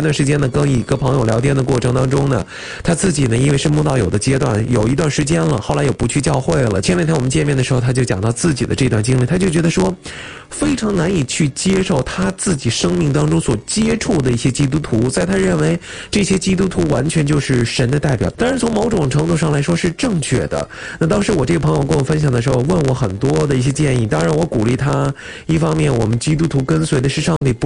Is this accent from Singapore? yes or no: no; China; 作为一个中国人